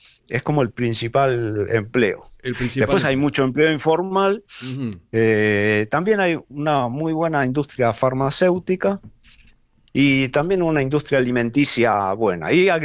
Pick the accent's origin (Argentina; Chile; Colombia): Argentina; moved away as an adult; now in Dhaka, Bangladesh